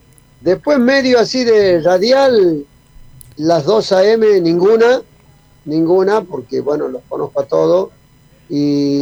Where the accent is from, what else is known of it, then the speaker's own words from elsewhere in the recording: Tucumán, Argentina; así somos los tucumanos